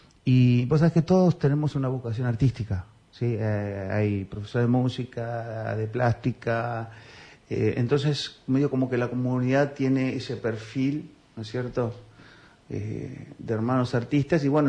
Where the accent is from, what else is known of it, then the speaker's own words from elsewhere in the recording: La Plata, Buenos Aires Province, Argentina; born there; now in Ignacio Correas, Argentina; Yo nací en La Plata, pero vivo en zona rural. Ah. Sí, vivo en un pueblito que se llama Ignacio Correas, donde vivimos 400 habitantes nada más.